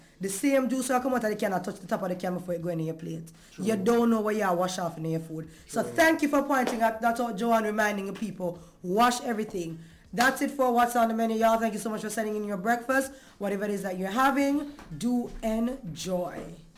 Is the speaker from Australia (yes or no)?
no; Kingston, Jamaica; born there; even though I was born in Kingston, them ship me off a country every as often as possible to make sure, say, me do what me have to do and know the things that I have to know as a Jamaican